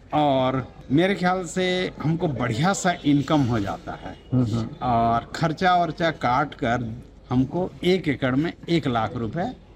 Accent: Mahasamund district, Chhattisgarh, India; ग्राम मिलारावत, जिला महासमुंद, छत्तीसगढ़ का रहने वाला हूँ और मैं जैविक कृषक हूँ, जैविक खेती करता हूँ पारंपरिक तरीके से और हमारे 5 पीढ़ी से वही खेती करते आ रहे हैं।

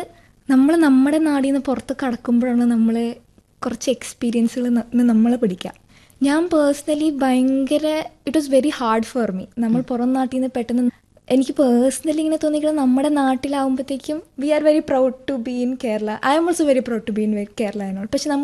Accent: Kodakara, Kerala, India; എൻ്റെ വീട് തൃശ്ശൂർ കൊടകരയാണ്.

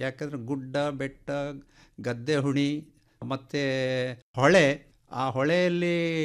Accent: Kodiyala, Karnataka, India; born or raised there

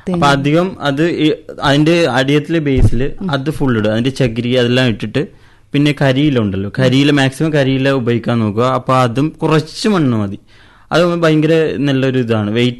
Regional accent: Kavaratti, Lakshadweep, India; ഞാൻ കവരത്തി സ്വദേശിയാണ്.

